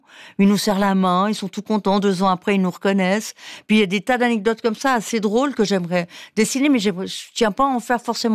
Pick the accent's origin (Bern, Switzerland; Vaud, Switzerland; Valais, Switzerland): Valais, Switzerland; accent: Valais; si je parle à une copine valaisanne, j'ai l'accent tout de suite.